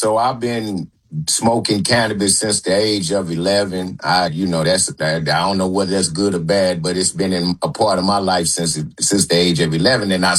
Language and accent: English; St. Louis, Missouri, United States; now in Los Angeles, United States; Well, I'm from St. Louis, Missouri.